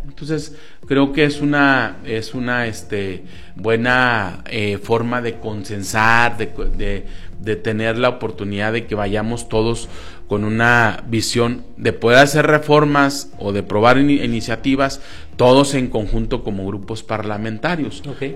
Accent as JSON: {"language": "Spanish", "country": "Mexico", "said": "como mexicanos que somos"}